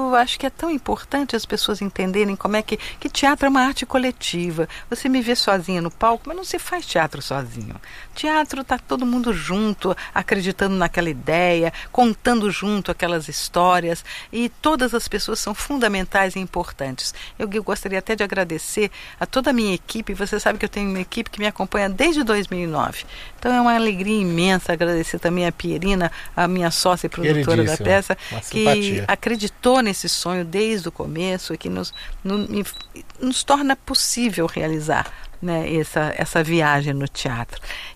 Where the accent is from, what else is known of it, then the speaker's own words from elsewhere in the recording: São Paulo, Brazil; also born or lived in Rio de Janeiro / Curitiba; Sim, nasci no Rio de Janeiro, fui pequenininha para Curitiba, fiquei até 4 anos lá e vim para São Paulo. Então eu fiquei dos 5 aos 18 anos aqui em São Paulo.